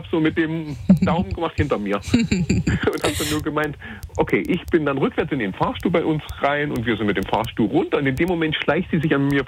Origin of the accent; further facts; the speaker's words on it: Thuringia, Germany; ich komme ja aus Thüringen und ich bin auf mein Thüringen stolz.